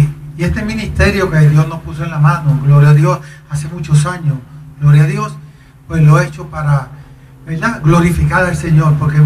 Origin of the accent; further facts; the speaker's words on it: Yauco, Puerto Rico; nos fuimos para mi pueblo Yauco